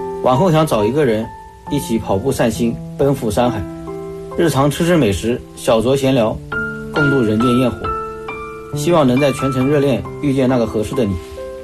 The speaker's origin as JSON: {"language": "Chinese", "town": "Nanjing", "region": "Jiangsu", "country": "China", "tie": "born or raised there", "said": "82年出生，土生土长的南京人，长期定居在南京"}